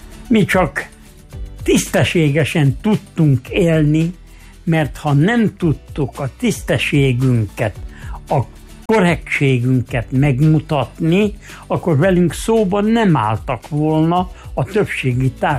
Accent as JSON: {"language": "Hungarian", "country": "Hungary", "said": "Én magyar vagyok, magyar cigány vagyok."}